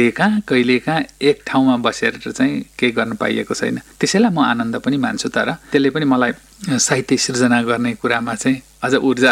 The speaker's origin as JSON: {"language": "Nepali", "town": "Sanodumma", "region": "Koshi Province", "country": "Nepal", "tie": "born or raised there", "said": "त्यस हिसाबले चाहिँ त्यो सानोदुम्माको गाउँघरमा जन्मिएको मान्छे हो, अब सामान्य परिवारमा।"}